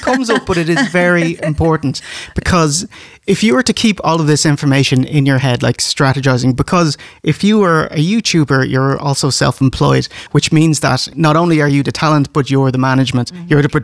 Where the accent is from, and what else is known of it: Ireland